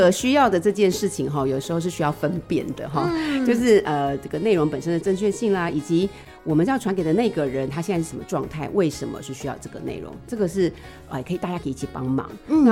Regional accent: Taiwan; 我们台湾人真的超好心

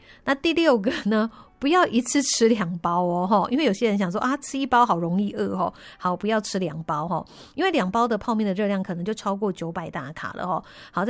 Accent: Taiwan; 我们台湾人

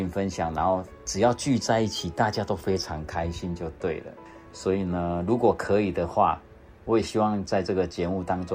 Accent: Kaohsiung, Taiwan; born there; now in Taipei, Taiwan; 能是因为我是外出打拼的这个北漂的孩子，所以说因为我是高雄人嘛，

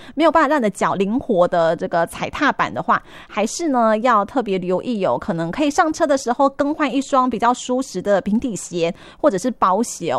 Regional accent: Taiwan; 我们台湾人

